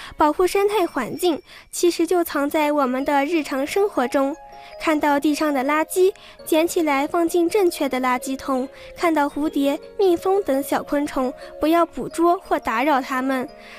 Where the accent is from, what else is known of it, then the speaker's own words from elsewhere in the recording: Yunnan, China; 我的家乡云南是一个神奇的动植物王国